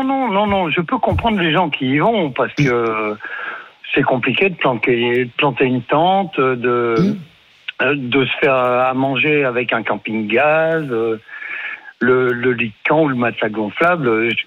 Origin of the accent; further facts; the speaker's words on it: Auvergne-Rhône-Alpes, France; now in Marne, France; Je suis originaire d'Auvergne